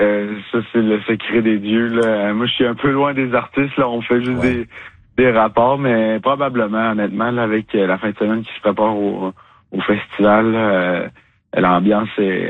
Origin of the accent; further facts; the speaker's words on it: Quebec, Canada; deux de mes amis de la Binière aussi.